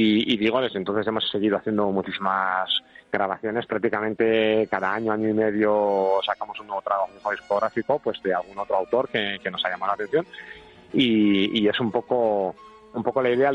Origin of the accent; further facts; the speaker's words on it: Bilbao, Basque Country, Spain; como soy de Bilbao